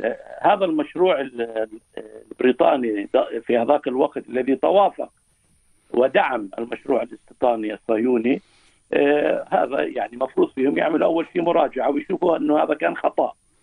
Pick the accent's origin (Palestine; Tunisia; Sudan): Palestine; كفانا نحن كفلسطينيين